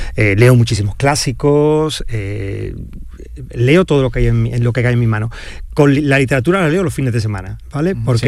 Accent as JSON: {"language": "Spanish", "town": "Seville", "region": "Andalusia", "country": "Spain", "said": "O sea, yo soy muy sevillano. Pero mi corazón está en Cádiz"}